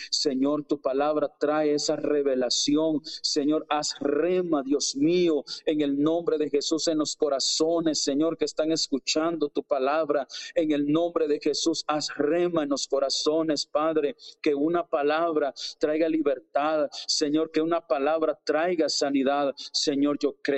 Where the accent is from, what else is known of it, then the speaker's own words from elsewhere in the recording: Guatemala; now in San Cristóbal Frontera, Guatemala; nosotros somos del país de Guatemala. Estamos en San Cristóbal, frontera, Tezcatempa, Jutiapa.